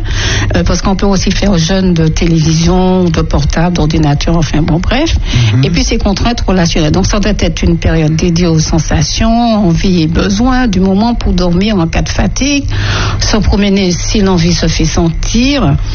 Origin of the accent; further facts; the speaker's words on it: Martinique; chez nous à la Martinique.